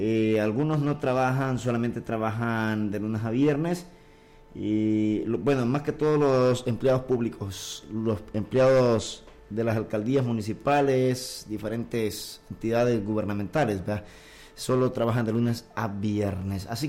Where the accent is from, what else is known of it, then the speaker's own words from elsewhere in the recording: El Sauce, La Unión, El Salvador; yo soy del Sauce, soy sauceño 100%